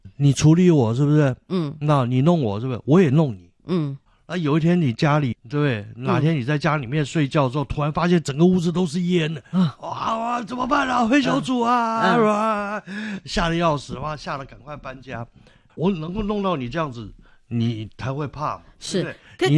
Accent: Taiwan

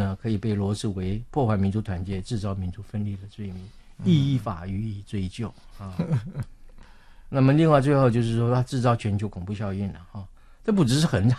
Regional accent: Taiwan

